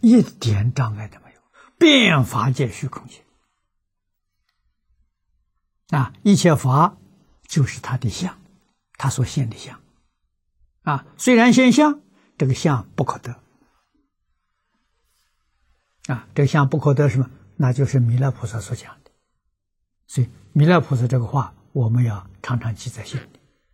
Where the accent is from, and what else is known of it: China